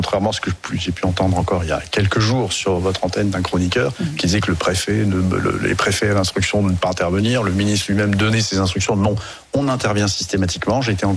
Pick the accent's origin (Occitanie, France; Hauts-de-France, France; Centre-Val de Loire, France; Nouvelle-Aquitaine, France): Centre-Val de Loire, France; puisque je suis originaire du département du Cher. Je connais bien cette zone.